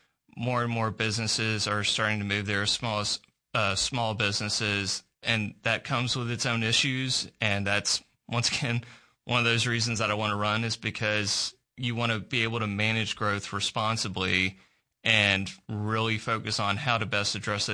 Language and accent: English; Little Rock, Arkansas, United States; also born or lived in Ferndale, Arkansas; now in Saline County, United States; I grew up in Little Rock and Ferndale, and my wife and I, we moved to Saline County, which is where she's originally from, in 2022.